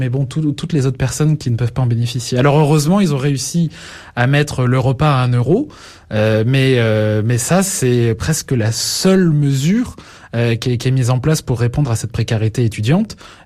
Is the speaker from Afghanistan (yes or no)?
no; France; moi je suis français